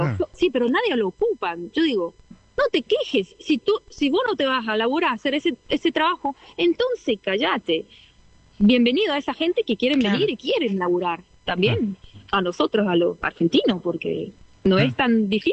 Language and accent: Spanish; Rapperswil, St. Gallen, Switzerland; A donde yo me crié, en Rapperswil